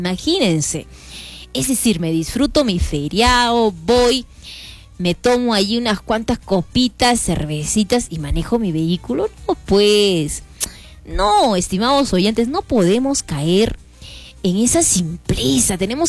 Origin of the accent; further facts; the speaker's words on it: Peru; para hacer reflexión en este caso como peruanos